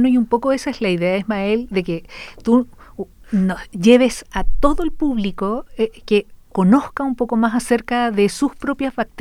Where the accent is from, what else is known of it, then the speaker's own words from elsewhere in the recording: Chile; now in Santiago, Chile; nosotros como chilenos